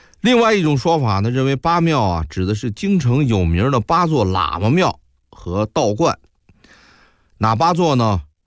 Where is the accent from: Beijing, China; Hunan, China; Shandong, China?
Beijing, China; 因为我是在西城的劈柴胡同长大的